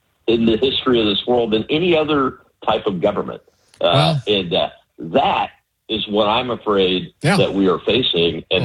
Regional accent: Tennessee, United States; And I talk about what I've learned in my life growing up in West Tennessee, around West Tennesseans

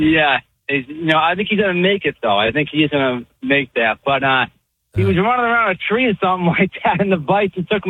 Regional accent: Brockton, Massachusetts, United States; I'm from Brockton. I don't know if you know that, but I'm from over there. I'm from that area.

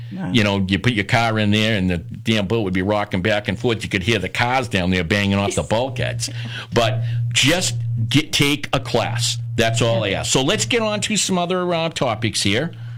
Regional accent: Boston, Massachusetts, United States; I'm a Boston kid, okay? You know, we have our own language in Boston.

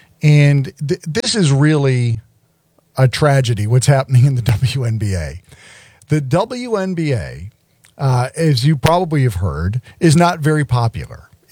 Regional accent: Connecticut, United States; moved away; I'm originally from Connecticut.

